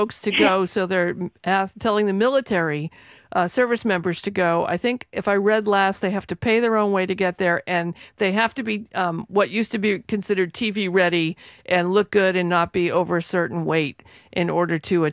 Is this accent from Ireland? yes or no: yes; Ireland; I'm Irish. We don't mourn and grieve very long unless we write a poem about it.